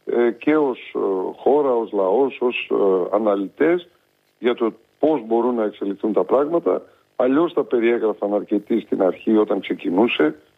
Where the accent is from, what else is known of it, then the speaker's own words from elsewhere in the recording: Greece; Να πω ότι είμαι Έλληνας πολίτης, δεν είμαι Ρώσος πολίτης